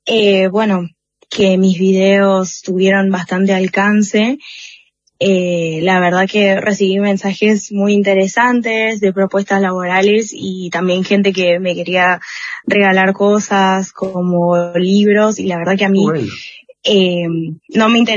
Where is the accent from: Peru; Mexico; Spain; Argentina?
Argentina; Córdoba; now in United States; papá es de Guinea Ecuatorial, que es un país en África. Mi mamá es de Córdoba. Yo nací y crecí en Córdoba.